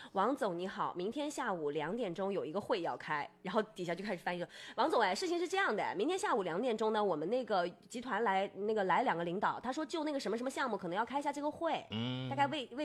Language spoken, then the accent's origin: Chinese; Nanchang, Jiangxi, China; accent: Nanchang dialect; 还是咱们南昌话凝练